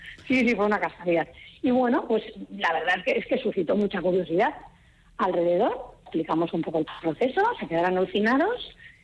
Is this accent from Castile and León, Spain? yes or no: no; Errenteria, Basque Country, Spain; sí, yo soy de Rentería, y coincidió